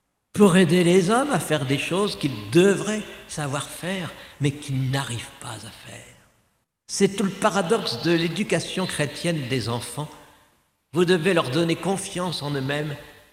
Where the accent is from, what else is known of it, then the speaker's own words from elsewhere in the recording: Cambrai, Hauts-de-France, France; Je viens de Cambrai